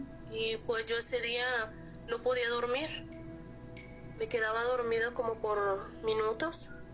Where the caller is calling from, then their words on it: Michoacán, Mexico; Desde Michoacán.